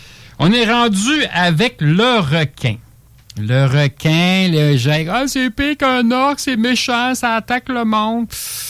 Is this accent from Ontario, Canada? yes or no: no; Quebec, Canada; chez nous, au Québec.